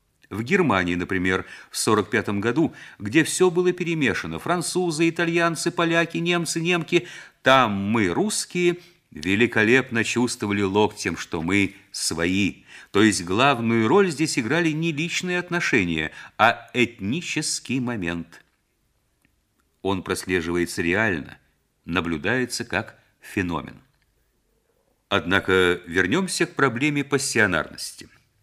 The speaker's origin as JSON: {"language": "Russian", "region": "Saint Petersburg", "country": "Russia", "said": "мы, ленинградцы, в Ленинграде, в своей среде."}